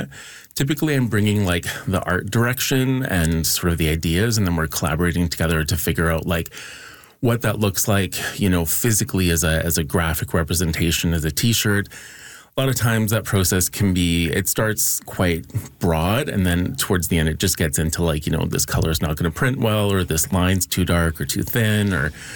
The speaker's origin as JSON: {"language": "English", "region": "Saskatchewan", "country": "Canada", "tie": "born or raised there", "said": "growing up in Saskatchewan when I was younger"}